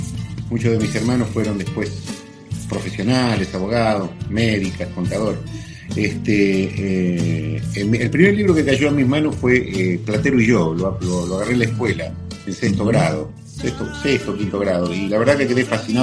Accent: Quimilí, Santiago del Estero, Argentina; Yo nací en el campo y después me crié en Quimilí, fui a mi escuela primaria en Quimilí. Quimilí es una prolongación de la parte rural de Santiago. En una época, hace muchos años, era un pueblito muy chiquito.

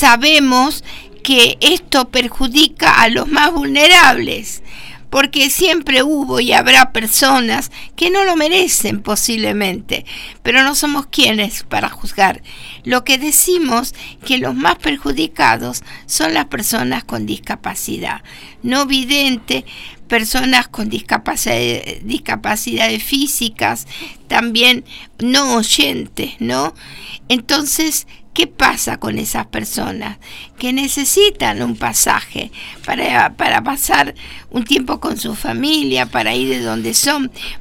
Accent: Argentina

